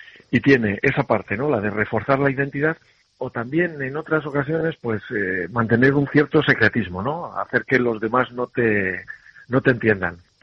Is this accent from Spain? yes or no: yes; Castile, Spain; now in Galicia, Spain; yo también, aunque soy ya más gallego que cualquier otra cosa, soy castellano, y en Castilla, claro, es todo como más seco